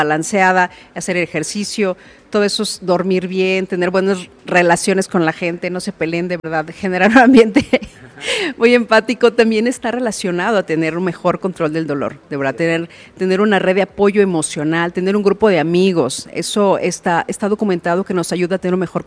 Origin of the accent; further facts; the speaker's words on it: Mexico; somos los mexicanos